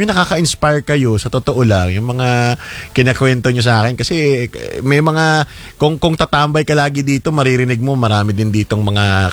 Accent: Quezon, Calabarzon, Philippines; Ako, taga-Quezon naman ako.

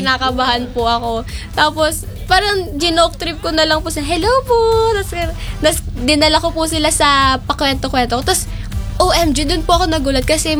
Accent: Bacoor, Calabarzon, Philippines; galing pa po ako from almost out of ano, like sa Cavite po.

